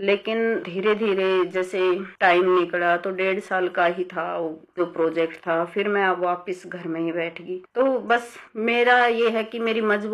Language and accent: Hindi; Haryana, India; और जैसे मैं हरियाणा से हूँ, हरियाणा में स्कीम है हरियाणा राज्य ग्रामीण आजीविका मिशन